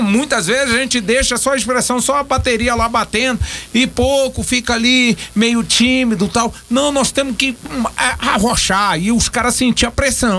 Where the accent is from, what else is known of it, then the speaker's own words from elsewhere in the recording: Rio de Janeiro, Brazil; moved away; nós somos do Rio de Janeiro